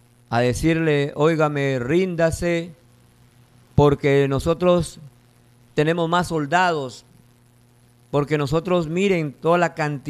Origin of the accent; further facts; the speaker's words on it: Peru; Es mi Perú.